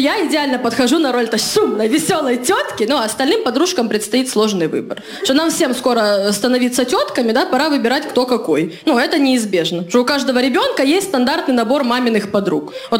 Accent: Khabarovsk, Khabarovsk Krai, Russia; moved away as an adult; now in Moscow, Russia; Значит, я из Хабаровска. Вот, уже 3 года живу в Москве.

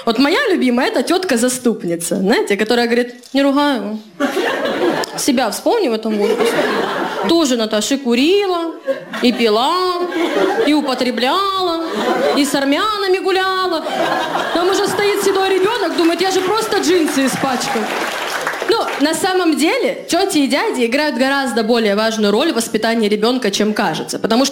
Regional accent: Khabarovsk, Khabarovsk Krai, Russia; moved away as an adult; now in Moscow, Russia; Значит, я из Хабаровска. Вот, уже 3 года живу в Москве.

